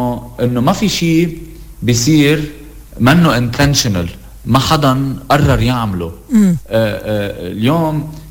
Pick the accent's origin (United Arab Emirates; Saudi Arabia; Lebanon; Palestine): Lebanon; أنا شاب لبناني